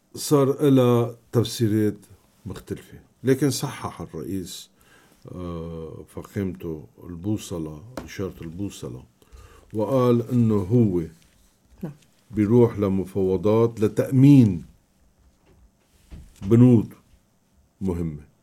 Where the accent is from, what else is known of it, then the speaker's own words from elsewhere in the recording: Lebanon; ونحن كلبنانيين أكيد نختار السلام